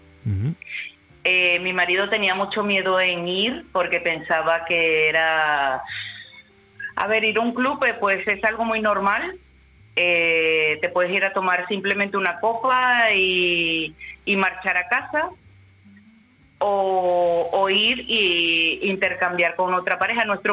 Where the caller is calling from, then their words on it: Castellón, Valencian Community, Spain; De Castellón.